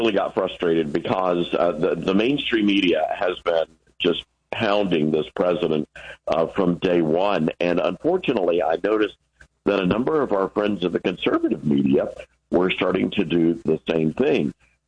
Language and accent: English; Memphis, Tennessee, United States; Memphis, which is my hometown.